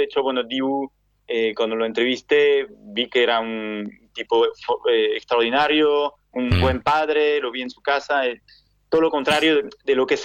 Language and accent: Spanish; France; also born or lived in Argentina; now in Barcelona, Spain; soy francés y amo a Argentina, entonces me encuentro un poco entre los dos. Yo viví en Argentina